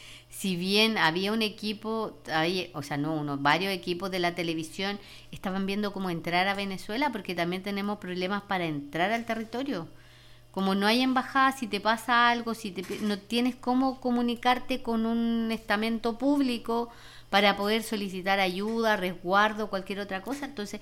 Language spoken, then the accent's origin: Spanish; Chile; nosotros como chilenos tenemos cultura sísmica